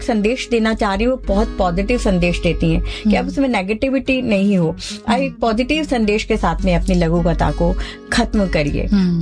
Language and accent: Hindi; Rajasthan, India; हम लोग मारवाड़ी हैं